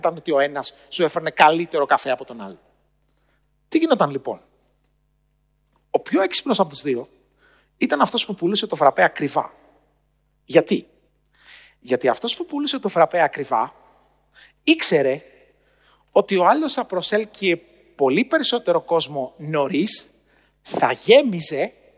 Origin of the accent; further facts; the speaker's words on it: Western Greece, Greece; Στο χωριό μου λοιπόν, στο Αγρίνιο, εκεί που μεγάλωσα, στον Αβαρίκο Ετωλοακαρνανίας, ένα μικρό χωριό που είναι κοντά στο Θέρμο, το 1990 ήταν στις δόξες του.